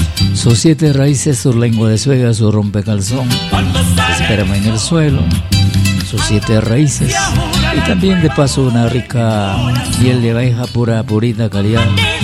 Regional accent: Peru; Nuestra música peruana tiene fama en todo el mundo y como buenos peruanos, orgulloso de difundir nuestra música.

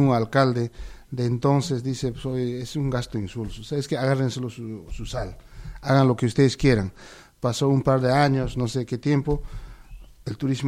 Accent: Maras, Cusco, Peru; mi pueblo de Maras, ¿no? Tampoco no quiero decir de que estamos fuera de todo. Igual es un distrito rural que tenemos, somos más de 8.000 habitantes en Maras

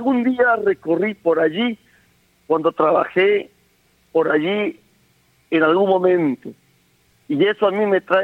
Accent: Tabalosos, San Martín, Peru; tanto como mi pueblo de Tabalosos y tanto como mi pueblo de Lama.

